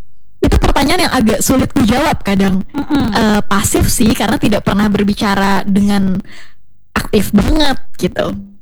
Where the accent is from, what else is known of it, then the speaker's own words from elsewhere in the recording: Palangkaraya, Central Kalimantan, Indonesia; sebenarnya aku tuh lahir di Palangkaraya, asli Kalimantan Tengah.